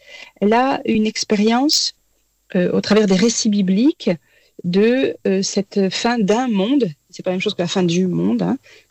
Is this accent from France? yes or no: yes; France; chez nous, en France